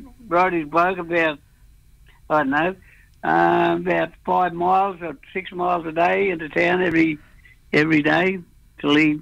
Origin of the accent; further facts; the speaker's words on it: Mackay, Queensland, Australia; also born or lived in Townsville; our grandfather, he's a Malayan. So we grew up here in Mackay with the Malay community.